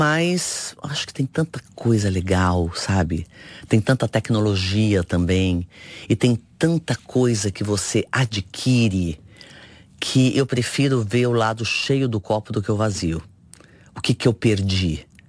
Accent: Brazil; eu sou brasileira.

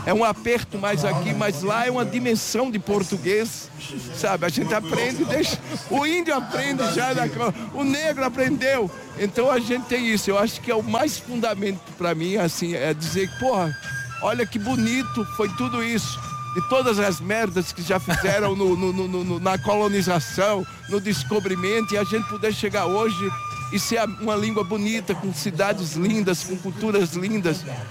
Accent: Pernambuco, Brazil; Eu sou do Agreste.

